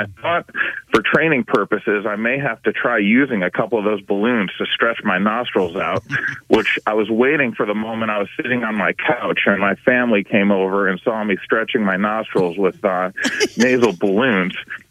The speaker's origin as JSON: {"language": "English", "town": "Cleveland", "region": "Ohio", "country": "United States", "tie": "born or raised there", "said": "I also grew up in the Cleveland area"}